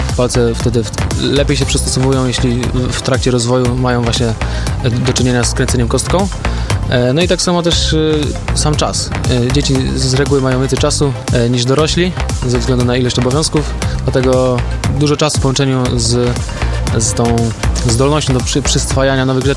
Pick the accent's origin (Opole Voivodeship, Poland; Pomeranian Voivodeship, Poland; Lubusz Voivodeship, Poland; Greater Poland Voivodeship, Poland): Opole Voivodeship, Poland; Ja z Opolszczyzny znam może kilku takich speedcuberów, którzy jeżdżą regularnie na zawody.